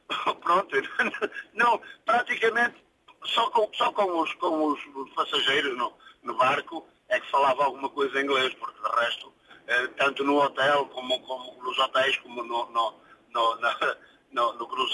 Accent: Braga, Portugal; Na mesma freguesia, que agora é uma vilazinha, na mesma vilazinha onde nasci, ali me mantenho. A empresa onde trabalho é da Póvoa de Lanhoso, também é pertinho.

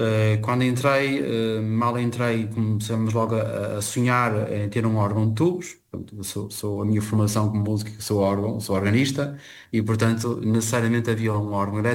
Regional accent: Portugal; eu como músico e como português

